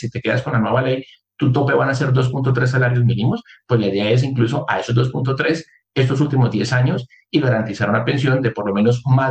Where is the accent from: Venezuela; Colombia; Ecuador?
Colombia; now in Spain; como colombianos que estamos fuera de nuestro país